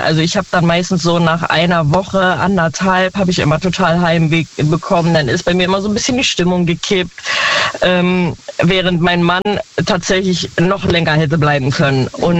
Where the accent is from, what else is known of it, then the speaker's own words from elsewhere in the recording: Neunkirchen-Seelscheid, North Rhine-Westphalia, Germany; Rhein-Sieg-Kreis. Aus Neunkirchen.